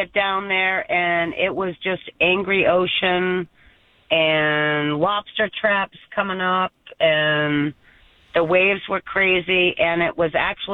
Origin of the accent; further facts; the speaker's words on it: Andover, Massachusetts, United States; I'm actually from Andover, but I'm doing a little dog house sitting up here in Newburyport